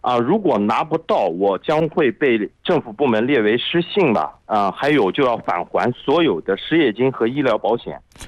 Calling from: Anhui, China; 我用我们安徽这边土话叫甩锅

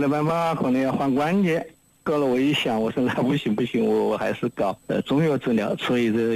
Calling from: Hanchuan, Hubei, China; 哎，我就在汉川城关的。

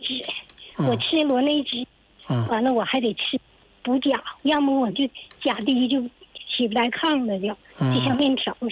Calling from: Changchun, Jilin, China; 长春的，吉林省长春市的

